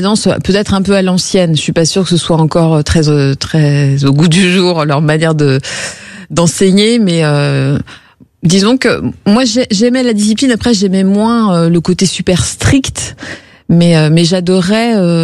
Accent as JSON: {"language": "French", "town": "Herbray", "region": "Pays de la Loire", "country": "France", "tie": "born or raised there", "also_born_or_lived": "Nantes", "said": "Alors, je suis née à Nantes, mais j'ai grandi dans la campagne. À Herbray, précisément."}